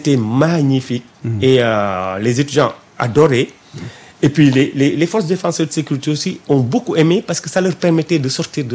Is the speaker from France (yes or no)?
no; Germany; first language German; French is a second language; Je suis allemand c'est ma première langue aussi.